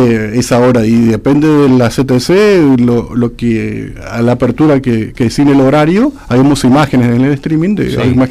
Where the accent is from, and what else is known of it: Argentina